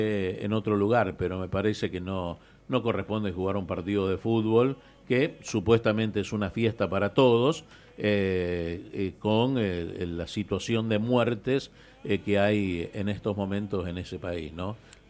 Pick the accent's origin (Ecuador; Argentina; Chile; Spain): Argentina